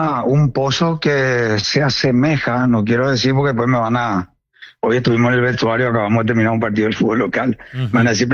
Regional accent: Asunción, Paraguay; Yo soy del barrio Recoleta, fui presidente, soy presidente de Recoleta. Hoy mi club es Recoleta y cuando juego contra Olimpia le quiero ganar tanto o más que a cualquiera.

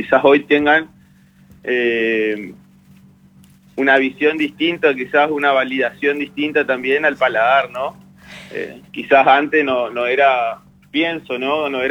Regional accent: Corrientes, Argentina; Actualmente trabajo en la ciudad de Corrientes. Soy correntino.

